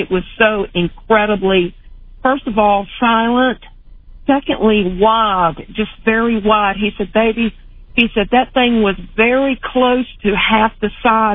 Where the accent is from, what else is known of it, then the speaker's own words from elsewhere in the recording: Virginia, United States; I'm from the Langley Air Force Base area originally, so this isn't a real big deal to me.